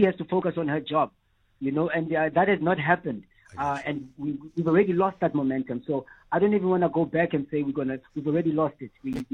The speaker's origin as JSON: {"language": "English", "country": "South Africa"}